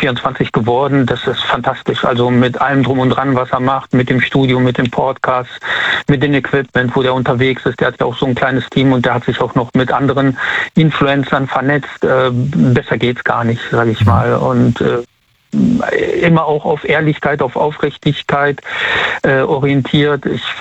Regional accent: Siegburg, North Rhine-Westphalia, Germany; Ich komme aus Siegburg. Bei Bonn.

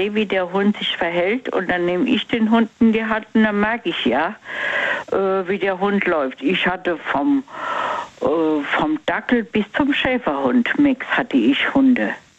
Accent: Mainz, Rhineland-Palatinate, Germany; Von Mainz.

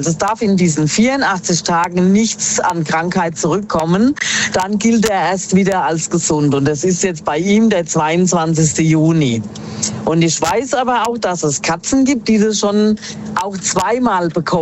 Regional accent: Miltenberg, Bavaria, Germany; Ja, ich komme aus dem Raum Miltenberg.

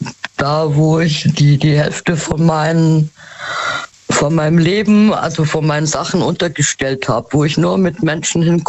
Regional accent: Munich, Bavaria, Germany; Da war ich nämlich x-mal, weil ich komme aus München, ja.

